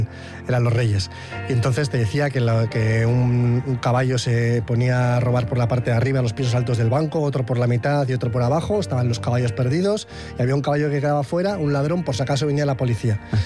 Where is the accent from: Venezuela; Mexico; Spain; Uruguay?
Spain; Getxo, Basque Country; born or raised there